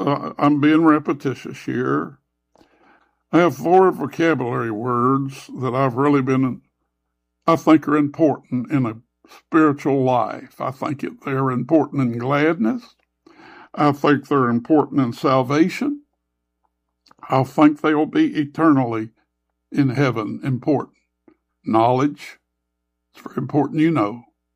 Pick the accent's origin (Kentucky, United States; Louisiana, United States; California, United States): Kentucky, United States; moved away as an adult; now in Western Kentucky, United States; since I've been in Western Kentucky. Now, I come from Eastern and South Central Kentucky.